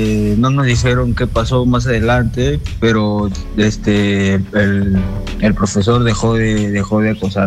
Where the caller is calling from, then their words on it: Lima, Peru; De Lima, del distrito del Rímac.